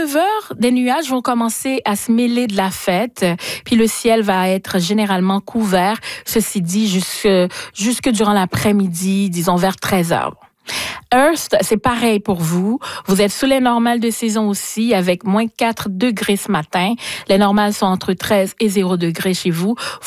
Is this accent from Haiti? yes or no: yes; Haiti; moved away; j'ai grandi en Haïti